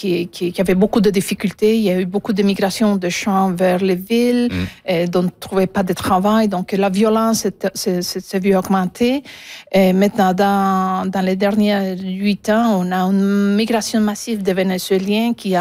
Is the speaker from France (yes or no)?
no; Canada; mais en tant que Canadienne aussi, on sait qu'est-ce qui arrive avec un gouvernement minoritaire.